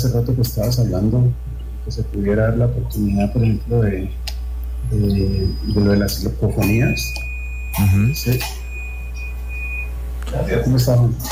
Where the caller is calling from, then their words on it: Cali, Valle del Cauca, Colombia; Muy bien, yo te estoy hablando desde la ciudad de Cali.